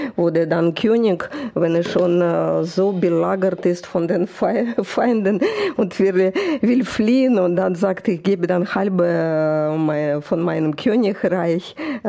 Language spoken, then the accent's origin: German; Russia; German is a second language; moved away; ich komme noch immer noch aus der Zeit, wo wir sehr belesen waren im damaligen Russland, Sowjetunion